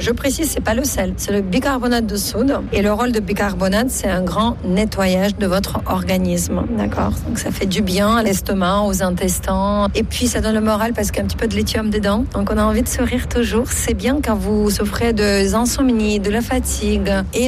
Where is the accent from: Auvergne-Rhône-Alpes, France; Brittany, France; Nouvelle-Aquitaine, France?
Auvergne-Rhône-Alpes, France; Vichy; C'est autorisé et il faut le faire parce que chez nous, à Vichy, c'est gratuit.